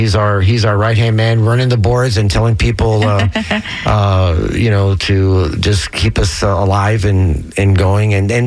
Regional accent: Miami, Florida, United States; I'm from Miami. You have to survive in Miami. You have to speak Spanish.

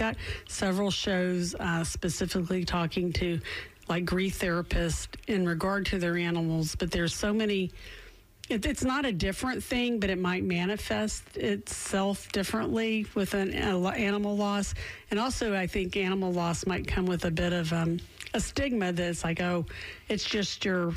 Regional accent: the South, United States; Well, I'm from the South, so amen is how you use the right terminology for that.

